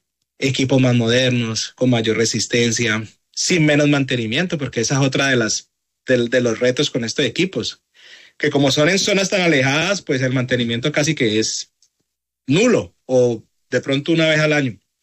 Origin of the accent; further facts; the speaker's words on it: Cali, Valle del Cauca, Colombia; moved away as an adult; now in Tampa, United States; yo soy de Cali, y pues lo que es alrededor de Cali, todo el tema del Cauca, vivimos todo este flagelo